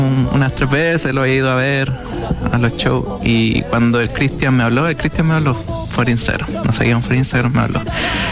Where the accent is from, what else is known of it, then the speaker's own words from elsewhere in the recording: La Calera, Valparaíso, Chile; Soy de La Calera